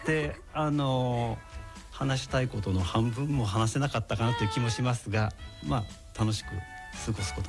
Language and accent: Japanese; Okazaki, Aichi, Japan; 岡崎市出身なんですけど、